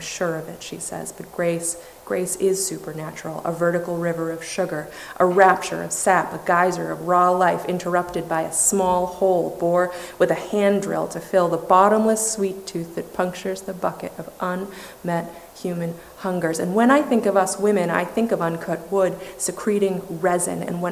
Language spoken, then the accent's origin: English; New England, United States; I'm not even a descendant of the Puritans, though I grew up in New England